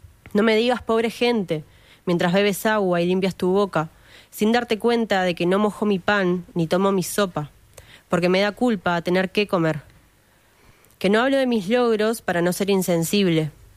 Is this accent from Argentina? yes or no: no; Uruguay; nosotros como uruguayos, como comunidad receptora o como personas que no migramos